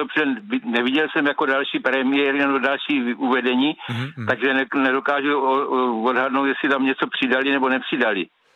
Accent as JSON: {"language": "Czech", "town": "Husovice", "region": "South Moravian Region", "country": "Czechia", "said": "Já jsem původem z Husovic"}